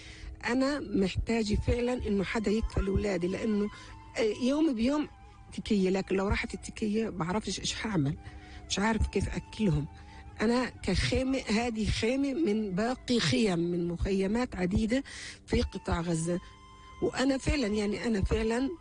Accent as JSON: {"language": "Arabic", "country": "Palestine", "said": "أنا كأم فلسطينية"}